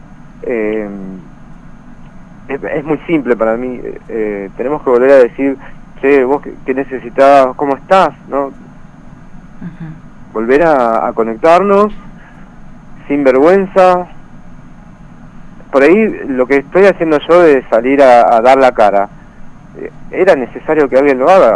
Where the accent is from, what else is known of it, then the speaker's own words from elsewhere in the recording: Esquel, Chubut, Argentina; moved away; also born or lived in Buenos Aires; yo me crié en Esquel, año 90